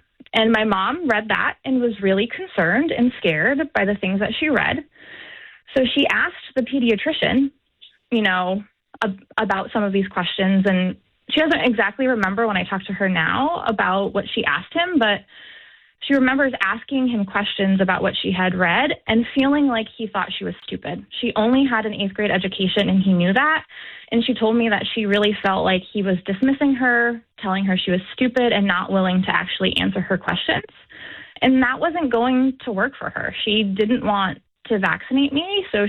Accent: Thomaston, Connecticut, United States; I was raised in Northwest Connecticut in a small town called Thomaston.

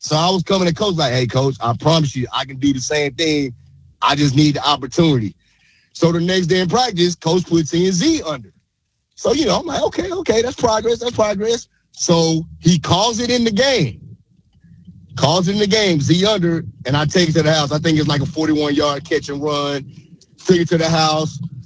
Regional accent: Dallas, Texas, United States; I'm from Dallas

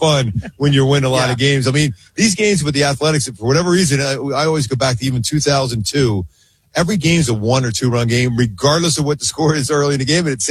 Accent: Philadelphia, Pennsylvania, United States; now in Orange County, United States; I grew up in Philly

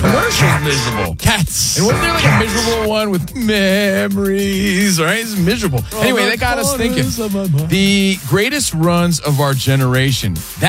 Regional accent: New York, United States; Growing up in New York or anywhere for that matter, I don't know anyone that came back and said, that was good.

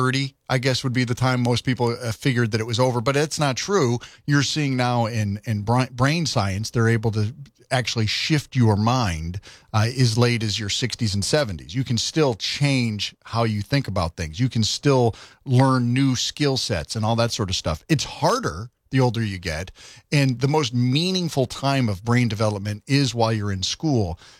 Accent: Connecticut, United States; now in South Carolina, United States; I grew up in Connecticut

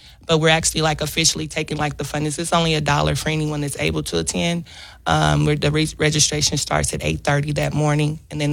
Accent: Oklahoma City, Oklahoma, United States; also born or lived in Del City; I'm actually born and raised in Oklahoma City. So, And I was still residing in Del City at the time

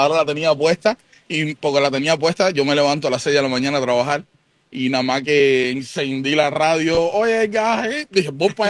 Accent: Cuba; De verdad, de corazón, como cubano, me encanta mucho la clavada telefónica.

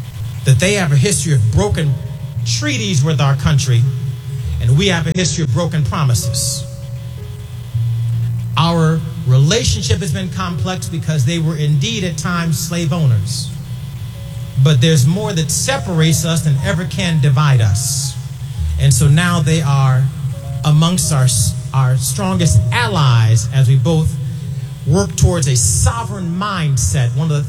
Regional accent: United States; our journey as African American people

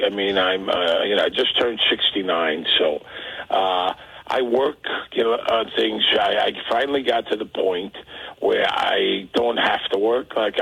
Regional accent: New York City, New York, United States; moved away as an adult; also born or lived in Las Vegas; I grew up in Brooklyn. I graduated from Brooklyn College, and then I moved to Las Vegas, and I was there for 25 years

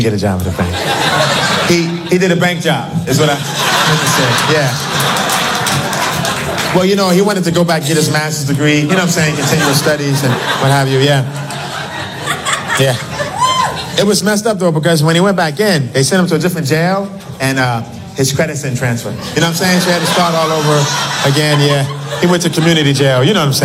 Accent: New York, United States; now in Los Angeles, United States; You know, I'm from New York and I live in L.A. now, so it's good to get a break from L.A.

